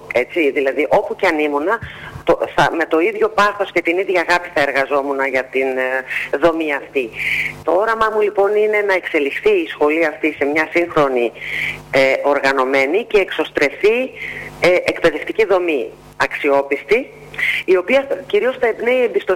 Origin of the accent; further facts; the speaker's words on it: Drama, Eastern Macedonia and Thrace, Greece; moved away as an adult; now in Naxos, Greece; στη ΣΑΕΚ της Δράμας, τόπου μου